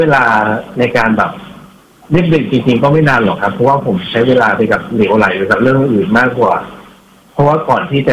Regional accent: Chiang Kham district, Phayao, Thailand; จริงๆแล้วผมเป็นคนพะเยาอำเภอจอกคำใต้จุดกำเนิดนะผมก็จะพูดภาษาเหนือครับ

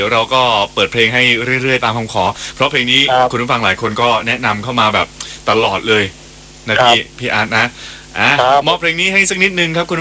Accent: Southern Thailand, Thailand; แล้วผมก็เป็นคนใต้ด้วย

